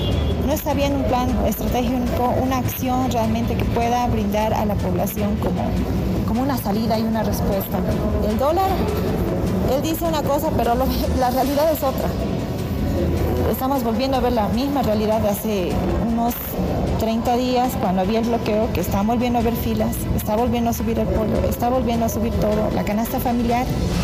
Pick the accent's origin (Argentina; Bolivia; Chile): Bolivia